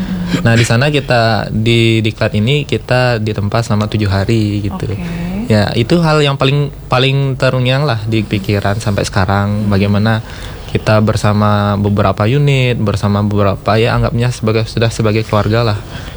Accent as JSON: {"language": "Indonesian", "town": "Tabanan", "region": "Bali", "country": "Indonesia", "said": "Saya kebetulan dari Tabanan itu memang ekspektasinya agak berbeda ya, dibilangnya. Karena dari Tabanan dulu waktu SMP memang saya ngerasa itu PMI itu agak gimana bilangnya"}